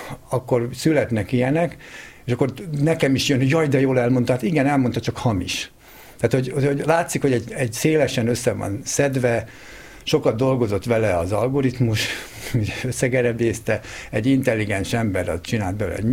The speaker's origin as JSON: {"language": "Hungarian", "region": "Jász-Nagykun-Szolnok", "country": "Hungary", "tie": "born or raised there"}